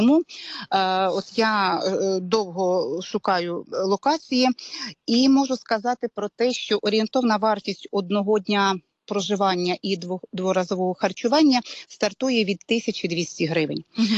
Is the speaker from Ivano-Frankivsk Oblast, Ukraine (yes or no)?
no; Poltava, Poltava Oblast, Ukraine; Перше те, що у нас я з Полтави, і у нас прекрасне сполучення.